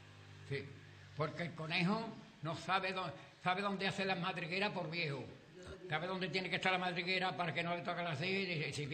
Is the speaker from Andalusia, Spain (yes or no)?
yes; Andalusia, Spain; Como buen andaluz que soy